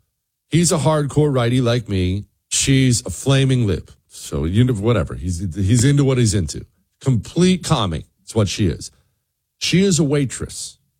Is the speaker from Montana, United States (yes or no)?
yes; Bozeman, Montana, United States; Now, I grew up in Bozeman, Montana. it was relatively crime-free.